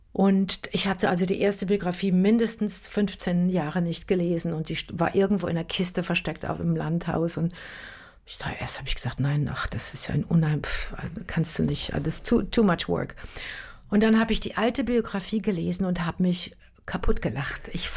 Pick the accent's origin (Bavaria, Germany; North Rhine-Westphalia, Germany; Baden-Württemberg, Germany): North Rhine-Westphalia, Germany; Münster; Und wir waren in diesem Theater in Münster, meiner Heimatstadt.